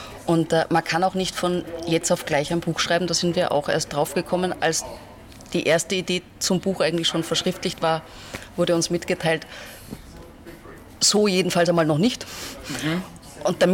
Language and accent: German; Salzburg, Austria; moved away as an adult; also born or lived in Vienna; ich bin geboren in Salzburg, in einem Krankenhaus, das es auch nicht mehr gibt, das wurde abgerissen. Und habe dort meine ersten 18 Lebensjahre verbracht, dann bin ich nach Wien